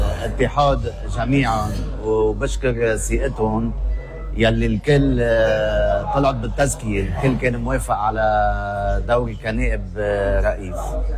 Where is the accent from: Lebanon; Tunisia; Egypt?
Lebanon; Akkar